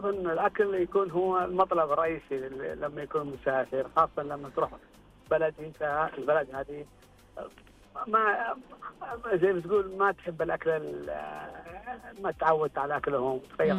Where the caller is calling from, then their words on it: Jazan, Jazan Province, Saudi Arabia; والله تكلمت من المنطقة الجنوبية، من جيزان.